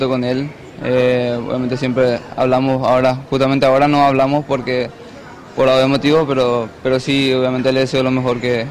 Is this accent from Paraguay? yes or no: yes; Paraguay; moved away; Estoy en mi país